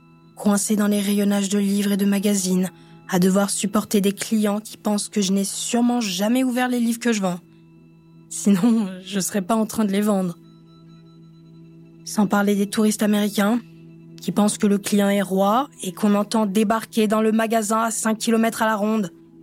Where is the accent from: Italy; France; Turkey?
France; now in Montreal, Canada; De toute façon, je suis française, donc anti-clim, par esprit de contradiction, je suppose.